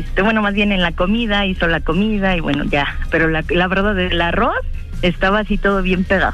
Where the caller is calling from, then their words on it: Mexico City, Mexico; De la delegación Cuauhtémoc.